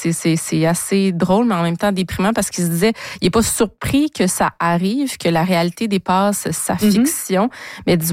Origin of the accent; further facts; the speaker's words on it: Canada; en tant que Canadien, puisque ça touche un des nôtres.